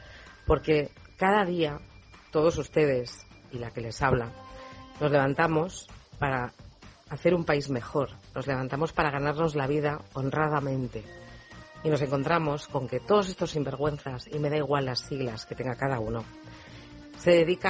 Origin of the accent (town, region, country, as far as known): Spain